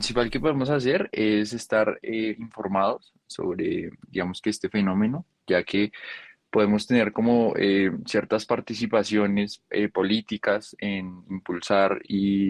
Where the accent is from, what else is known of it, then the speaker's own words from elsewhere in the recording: Colombia; la pérdida de estos como colombianos pues nos afecta